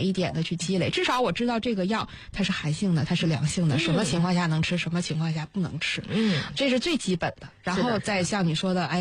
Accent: China

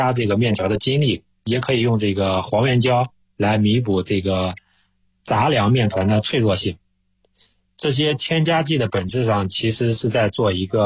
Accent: Shandong, China; 我是山东人

